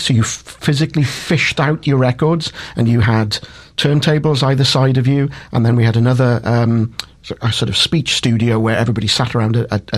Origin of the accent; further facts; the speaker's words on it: Swansea, Wales, United Kingdom; also born or lived in Lampeter; So even though I was born in Lampeter, basically Dad's work had gone. So we moved to Swansea when I was three. So grew up in Swansea.